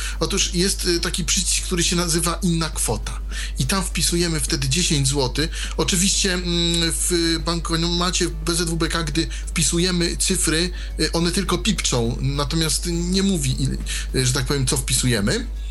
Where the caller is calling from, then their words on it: eastern Poland, Poland; dzwonię z Polski C, gdzie nie ma ani żadnych ani żadnych euronetów i nie ma ani jednego banku City Handlowego